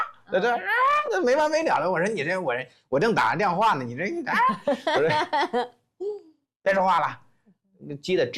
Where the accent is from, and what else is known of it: China